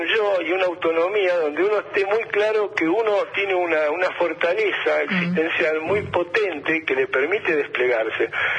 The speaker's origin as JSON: {"language": "Spanish", "town": "Rosario", "region": "Santa Fe", "country": "Argentina", "said": "Sí, en Rosario empecé a jugar en el club Gimnasia de Grima de Rosario."}